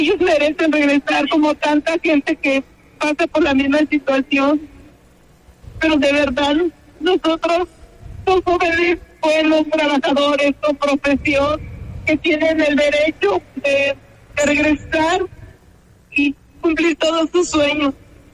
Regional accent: State of Mexico, Mexico; somos aquí del Estado de México

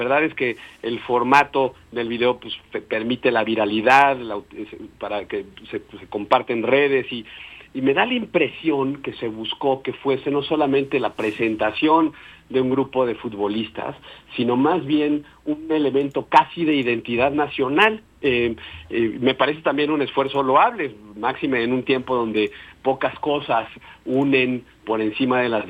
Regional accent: Mexico; cómo somos los mexicanos

